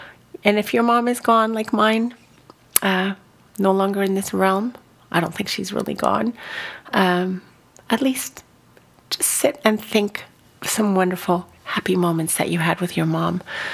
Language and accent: English; Madrid, Community of Madrid, Spain; moved away; Madrid, my hometown.